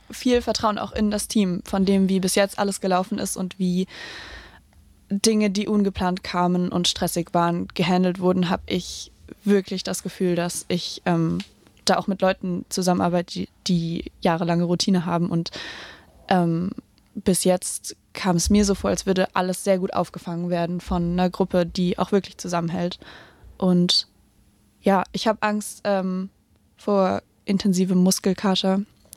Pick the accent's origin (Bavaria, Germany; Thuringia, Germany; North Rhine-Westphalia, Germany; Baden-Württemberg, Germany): Baden-Württemberg, Germany; Tübingen; Ich komme aus Tübingen